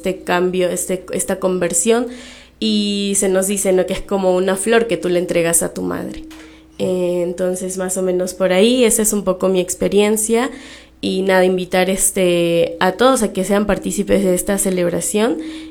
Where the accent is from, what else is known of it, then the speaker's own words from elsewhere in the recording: Lima, Peru; soy de Lima, de uh-huh. la parroquia María Auxiliadora de Breña, pero también soy exalumna de las Hijas de María Auxiliadora en Barrios Altos.